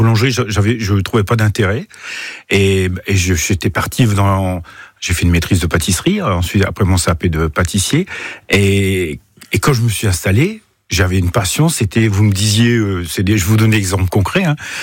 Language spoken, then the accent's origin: French; Haubourdin, Hauts-de-France, France; born there; also born or lived in Seclin; moi, je suis né à Haut-Bourdin, en 64.